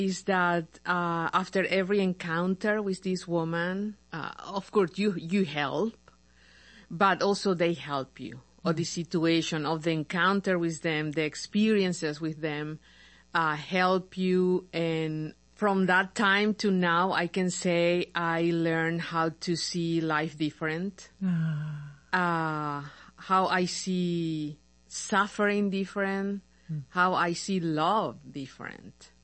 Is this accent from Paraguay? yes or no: yes; Paraguay; accent: not very American; English is a second language; moved away as an adult; now in United States; I'm from Paraguay.